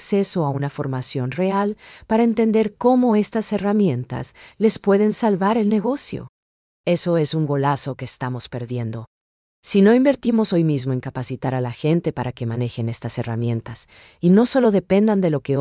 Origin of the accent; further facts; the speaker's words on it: Paraguay; ¿Estamos preparados nosotros como paraguayos para dominar estas herramientas?